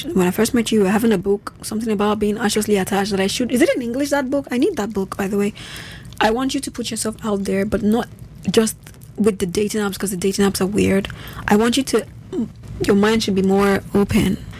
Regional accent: Nigeria; now in Germany; as a Nigerian living in Germany

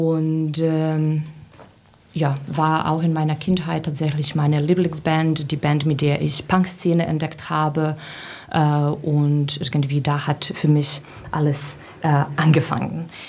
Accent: Serbia; dass sie überall in Serbien, auch zum Beispiel in meiner Heimatstadt oder in der Nähe, Konzerte gemacht haben

